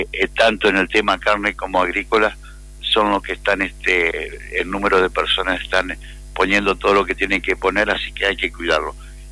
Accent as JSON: {"language": "Spanish", "country": "Argentina", "said": "somos los argentinos"}